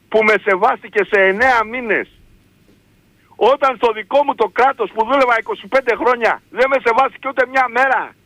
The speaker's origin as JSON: {"language": "Greek", "country": "Greece", "moved": "as an adult", "lives_now": "United Kingdom", "said": "Όταν ήρθα στην Αγγλία, την πρώτη φορά που ήρθα στην Αγγλία, είναι πάνω από 25 χρόνια, εγώ έφυγα από την Ελλάδα με επιχειρήσεις, είχα επιχειρήσεις."}